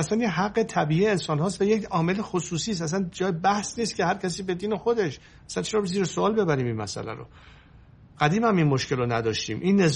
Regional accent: Iran; ایران منه

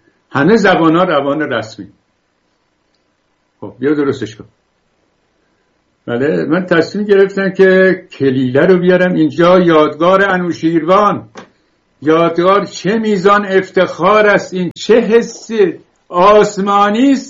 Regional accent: Iran; چون من خودم بختیاری هستم که به کسی بر نخورم

